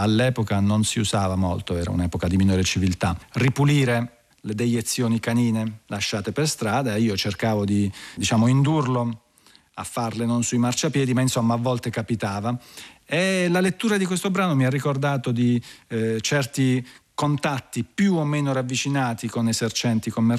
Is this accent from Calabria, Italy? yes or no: no; Bari, Apulia, Italy; in dialetto barese stretto, perché io sono di Bari